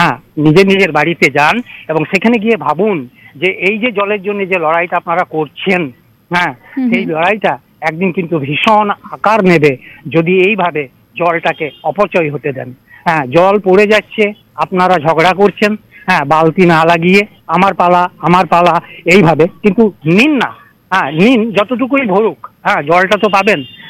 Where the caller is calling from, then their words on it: Dubrajpur, West Bengal, India; হ্যাঁ নমস্কার দিদি, আমি পশ্চিমবঙ্গের বীরভূম জেলার দুবরাজপুর থেকে … কথা বলছি।